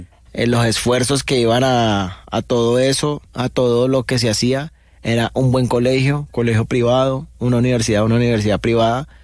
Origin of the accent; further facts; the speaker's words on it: Cali, Valle del Cauca, Colombia; Yo soy del sur de Cali. desde el barrio Limonar. Pues viví muy pequeño en el norte, pero fue pasajero. Y ya radicado en el sur de Limonar.